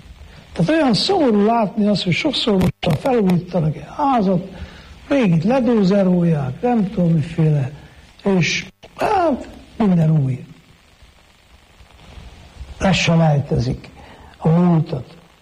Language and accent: Hungarian; Miercurea Ciuc, Harghita, Romania; nekem mondjuk Csíkszeredában, mert itt nőttem fel